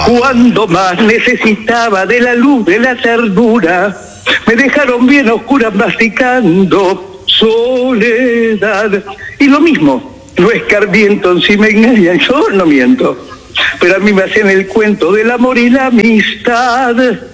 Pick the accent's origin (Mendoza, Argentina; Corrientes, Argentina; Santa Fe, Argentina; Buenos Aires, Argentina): Buenos Aires, Argentina; born or raised there